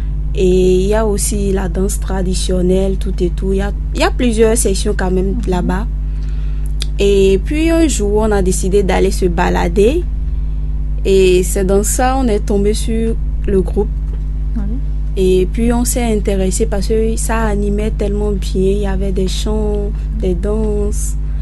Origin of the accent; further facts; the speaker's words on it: Kalalé, Borgou, Benin; born there; je suis originaire de Kalalé, précisément de Buka.